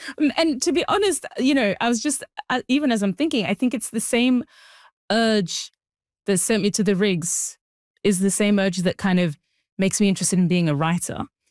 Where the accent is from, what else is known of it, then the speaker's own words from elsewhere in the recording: Australia; also born or lived in Sudan; orn in Sudan. I was raised in Australia.